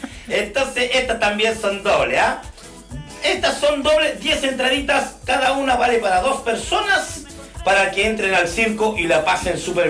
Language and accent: Spanish; Punitaqui, Coquimbo, Chile; Somos de acá, somos de Punitaqui